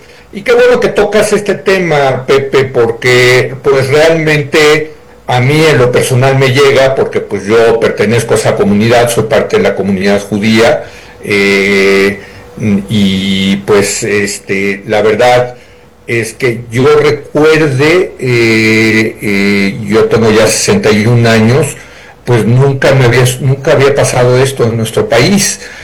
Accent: Mexico; born there; somos mexicanos, no se nos olvide, que vivimos en este país, que nacimos en este país, que trabajamos en este país, que pagamos impuestos en este país, que tenemos pasaporte de este país.

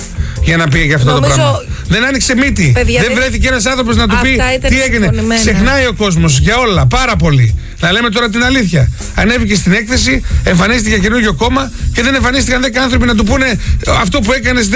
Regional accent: Stagira, Central Macedonia, Greece; Είμαι και από τα Στάγερα.

